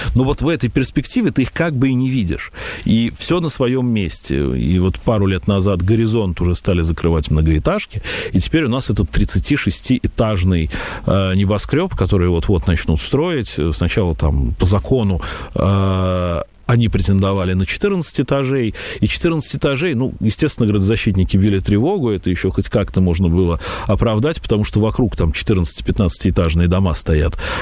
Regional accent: Moscow, Russia; Я как-то родился и вырос в Басманном, тогда Бауманском районе, и теперь у меня и дочка в садик ходит вот прям там

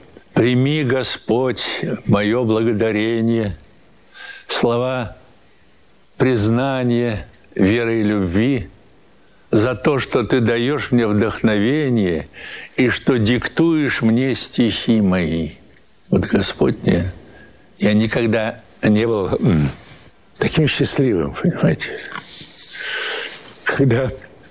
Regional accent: Saint Petersburg, Russia; Я бы сказал, что я коренной ленинградец.

